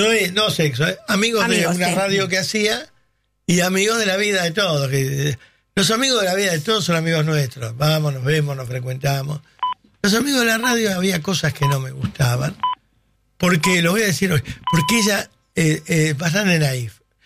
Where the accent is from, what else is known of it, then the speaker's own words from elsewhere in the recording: Argentina; soy el macho argentino.